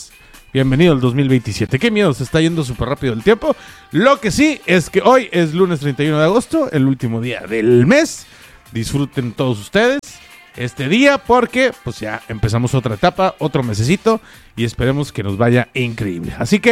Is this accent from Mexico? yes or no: yes; Mexico; como mexicanos, como pues así orgullosos de ser de esta tierra, de este bonito país.